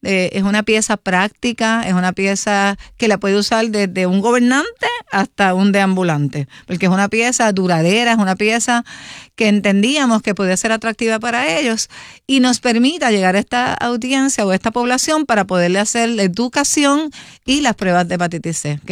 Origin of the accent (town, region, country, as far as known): Puerto Rico